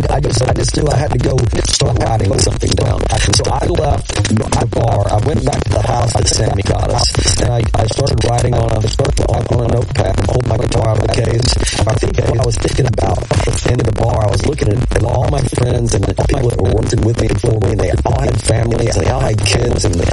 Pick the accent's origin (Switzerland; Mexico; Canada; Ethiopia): Mexico; I grew up here in Mexico, and everybody thought that that song was a party song, but it wasn't.